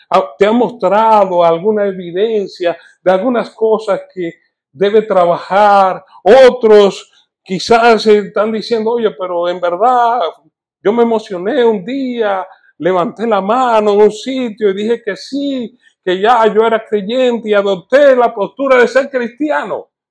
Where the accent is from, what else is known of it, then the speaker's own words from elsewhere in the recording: Dominican Republic; En mi país, en la República Dominicana, usted entrevista a cualquier persona en la calle y dicen muchísimas cosas, se te citan textos bíblicos.